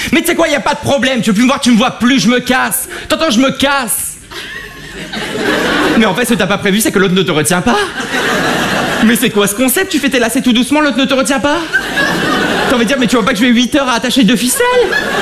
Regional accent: Avion, Hauts-de-France, France; born there

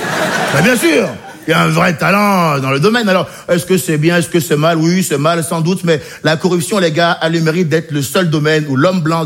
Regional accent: Benin; born or raised there

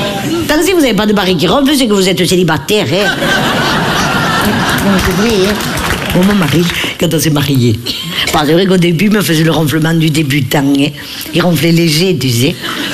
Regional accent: Nice, Provence-Alpes-Côte d'Azur, France; Puis moi, je l'ai fait comme on l'a fait chez nous à Nice, à la pomme de terre.

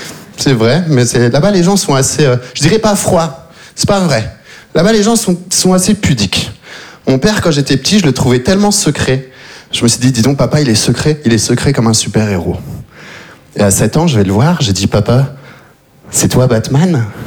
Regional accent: Belgium; c'est vrai que je viens de Belgique, je suis arrivé en Belgique quand j'avais 3 ans, j'ai vécu toute ma vie là-bas

